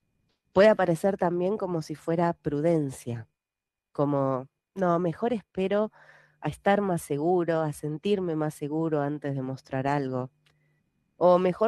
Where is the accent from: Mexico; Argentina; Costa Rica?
Argentina; si sos de Argentina como yo